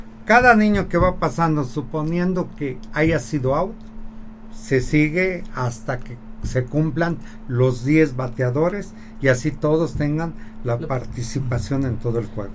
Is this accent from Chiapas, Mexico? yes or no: no; Puebla, Mexico; born there; soy poblano de nacimiento y de todo corazón siempre